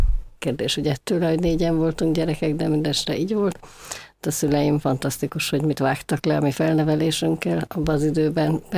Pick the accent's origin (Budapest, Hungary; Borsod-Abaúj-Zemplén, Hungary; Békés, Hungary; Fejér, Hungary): Budapest, Hungary; A Gellért-hegyen laktunk kiskoromban, úgyhogy ott kezdtem a Köböl utcai általános iskolában. Aztán Pestre költöztünk, és a Szemere utcai általános iskolában folytattam.